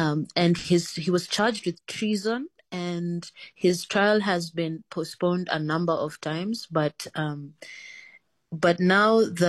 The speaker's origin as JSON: {"language": "English", "country": "Kenya", "said": "As a Kenyan, I have the privilege of loving them both equally."}